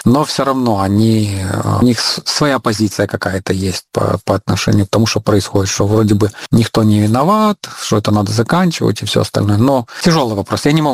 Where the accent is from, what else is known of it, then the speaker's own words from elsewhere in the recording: Belarus; now in Ukraine; но я белорус